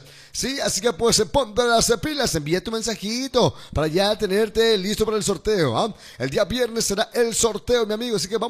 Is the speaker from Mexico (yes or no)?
no; Ecuador; no creas que no somos ecuatorianos